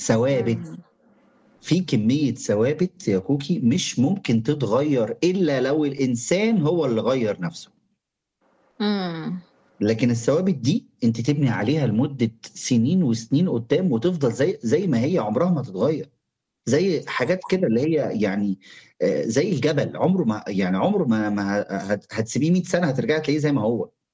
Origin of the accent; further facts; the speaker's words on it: Egypt; مش بتكلم احنا هنا كبس كمصريين، لا انا بتكلم كعرب او كشرق اوسط